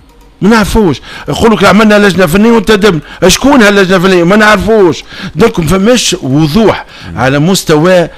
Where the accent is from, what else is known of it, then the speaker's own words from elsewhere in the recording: Tunisia; انا تونسي